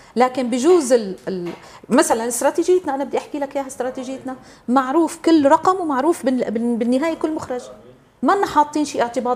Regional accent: Syria; أنا كإنسان سوري

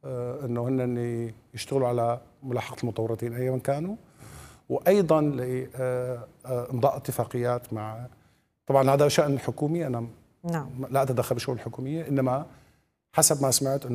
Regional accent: Syria; بيننا نحن كسوريين

